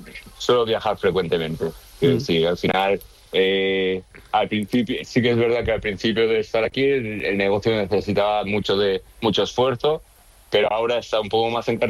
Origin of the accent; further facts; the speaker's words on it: Spain; now in United States; las reuniones de españoles, pues siempre hablamos de España y hablamos de lo que pasa en España, de problemas, que no sé cuántos, luego los problemas que de inmigrante tienes aquí en Estados Unidos